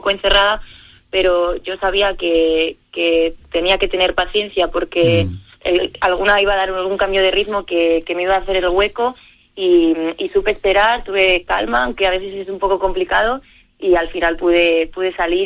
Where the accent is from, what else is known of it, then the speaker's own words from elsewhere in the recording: Medina del Campo, Castile and León, Spain; moved away as an adult; now in Salamanca, Spain; mis raíces están en Medina y siempre que puedo voy a visitar a mi familia o a pasar una temporada allí